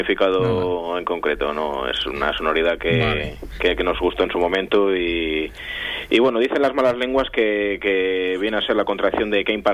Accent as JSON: {"language": "Spanish", "region": "Catalonia", "country": "Spain", "said": "la mitad del grupo son de ascendencia gallega y los otros somos catalanes"}